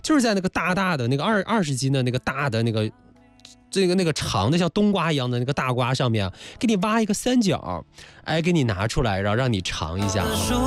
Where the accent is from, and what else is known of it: China